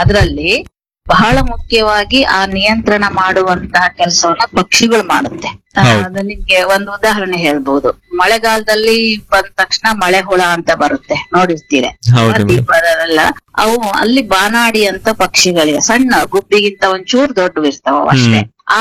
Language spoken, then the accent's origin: Kannada; Kolar, Karnataka, India; ನಮ್ಮ ಕೋಲಾರದಲ್ಲಿ